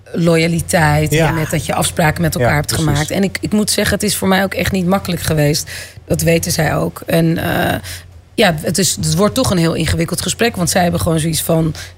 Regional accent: Netherlands

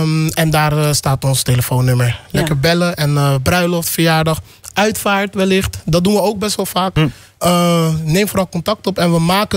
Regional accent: Almere, Flevoland, Netherlands; Want volgens mij zeg ik heel vaak dat we uit Almere komen. En maken we ook heel vaak reclame voor Almere. Waar andere mensen denken, Almere, daar wil ik niet. Maar wij zijn trotse Almeerders.

